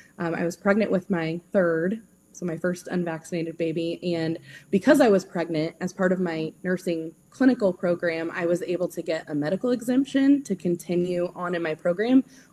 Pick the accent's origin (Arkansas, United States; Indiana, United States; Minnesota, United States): Indiana, United States; born there; my home state of Indiana.